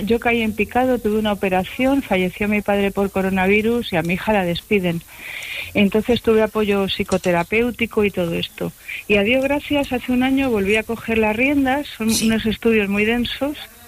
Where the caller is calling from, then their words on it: Madrid, Community of Madrid, Spain; yo te llamo desde Madrid